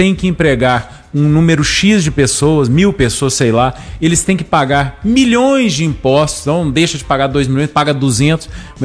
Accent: Brazil

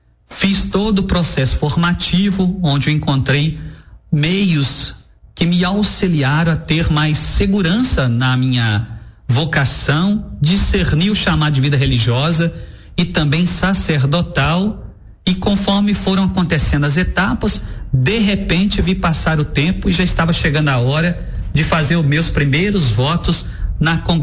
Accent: Rio Pomba, Minas Gerais, Brazil; also born or lived in Juiz de Fora, Brazil; now in Coronel Fabriciano, Brazil; Eu sou natural da cidade de Rio Pomba, Minas Gerais, mas foi preciso mudar para Juiz de Fora com o desejo de continuar os meus estudos, que Deus me chamou para a vida religiosa.

